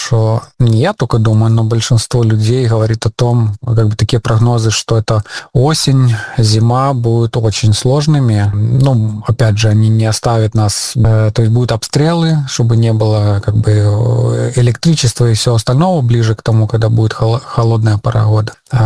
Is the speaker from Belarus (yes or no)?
yes; Belarus; now in Ukraine; из Украины, я говорю, что я белорус, я как бы не украинец